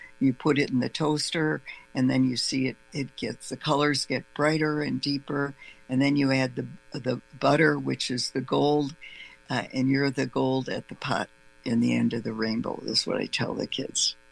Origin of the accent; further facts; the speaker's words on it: Kenosha, Wisconsin, United States; also born or lived in San Antonio; now in Racine, United States; I was born and raised in Kenosha, but I went to college in San Antonio.